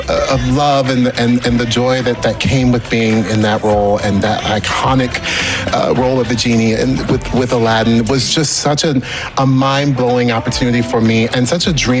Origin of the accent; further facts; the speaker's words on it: Orlando, Florida, United States; growing up in Orlando, Florida